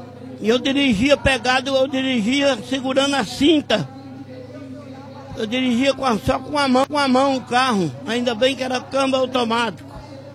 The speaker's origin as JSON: {"language": "Portuguese", "region": "São Paulo", "country": "Brazil", "said": "Eu venho de Paraisópolis."}